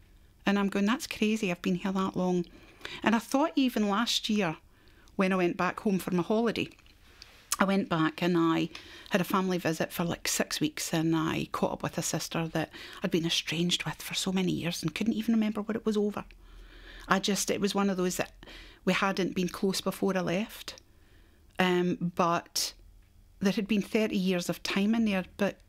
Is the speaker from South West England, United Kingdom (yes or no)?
no; Scotland, United Kingdom; now in Australia; And that's what this has been to me as a Scottish family. I mean, we've all done those emergency trips home. But it's when you come back to Australia after all, you've seen your family